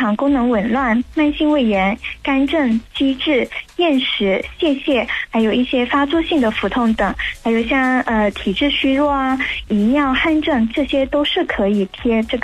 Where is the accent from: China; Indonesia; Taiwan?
China; Lingnan; 就是我们岭南人也很喜欢煲汤啊